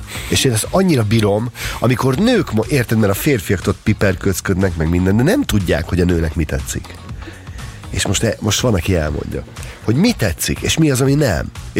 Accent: Hungary; amikor én felnőttem, akkor Magyarországon

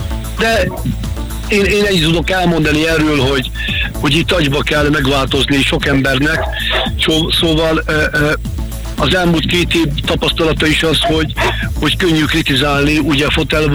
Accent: Salgótarján, Nógrád, Hungary; Én nagyon büszke vagyok Salgótarjára, és nagyon szeretem.

